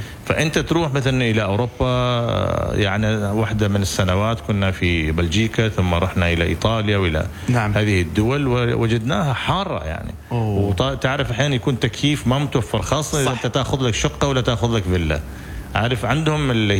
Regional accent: Muscat, Muscat Governorate, Oman; الجو يكون حار عندنا في مسقط

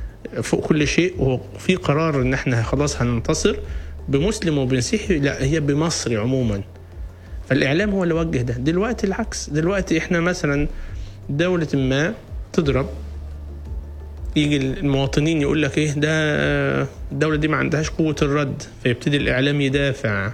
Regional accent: Egypt

